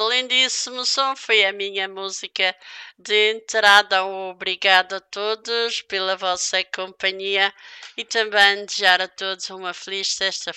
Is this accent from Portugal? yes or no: yes; Madeira, Portugal; now in Minho, Portugal; Um beijinho também vai para a Ilha da Madeira, para a minha terra natal e também para o Porto Santo, a Ilha Dourada.